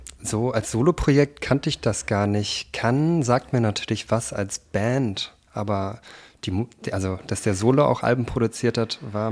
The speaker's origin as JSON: {"language": "German", "region": "Hamburg", "country": "Germany", "tie": "born or raised there", "said": "Ich komme eigentlich aus Hamburg und meine Jugend bzw. auch meine Kindheit schon wurden natürlich durch die deutsche Hip-Hop-Szene in Hamburg massiv geprägt."}